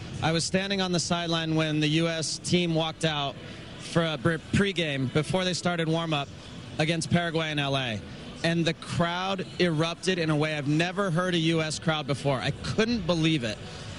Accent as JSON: {"language": "English", "region": "California", "country": "United States", "tie": "born or raised there", "said": "I am half Canadian. I played for the U.S. 157 times, and I grew up playing with Mexicans in Southern California."}